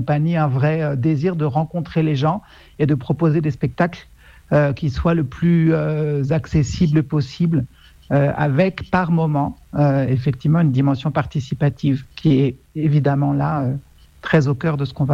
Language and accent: French; France; moved away; je suis français d'origine